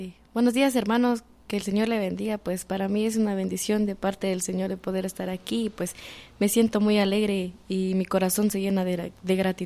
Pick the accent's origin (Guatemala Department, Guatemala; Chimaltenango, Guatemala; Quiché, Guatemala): Chimaltenango, Guatemala; Patzicía; vengo de la Canoa Patzicía.